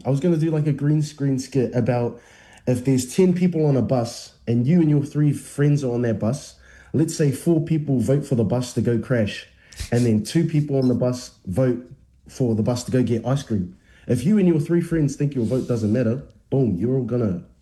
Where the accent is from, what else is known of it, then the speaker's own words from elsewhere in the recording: Huntly, Waikato, New Zealand; moved away as an adult; also born or lived in Dunedin; now in Wellington, New Zealand; Nah, I'm actually from Huntly.